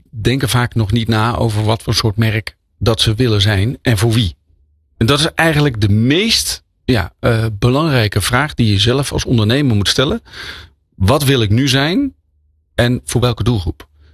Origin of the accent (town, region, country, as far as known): Netherlands